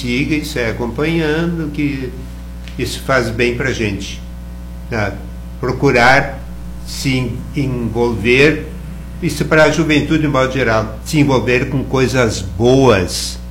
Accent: Rio Grande do Sul, Brazil; que nós somos gaúchos

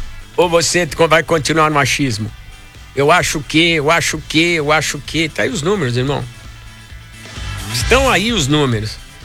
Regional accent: São Paulo, Brazil; Meu time, meu bairro. Cresci na Moca. Sou da Moca, não moro hoje mais no bairro.

